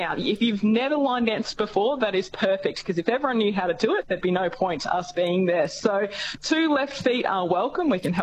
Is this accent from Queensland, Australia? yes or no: yes; Queensland, Australia; So myself and my friend, fellow co-founder, Kate Strong, we're both from Queensland.